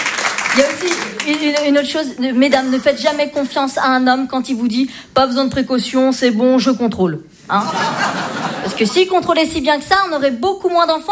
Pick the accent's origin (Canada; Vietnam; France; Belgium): Vietnam; Alors que non, je suis vietnamienne yougoslave.